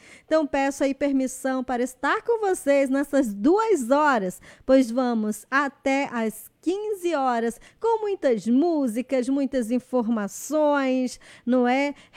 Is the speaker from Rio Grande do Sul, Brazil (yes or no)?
no; Amaturá, Amazonas, Brazil; now in Tabatinga, Brazil; lá os moradores da minha terra natal, lá no município de Amaturá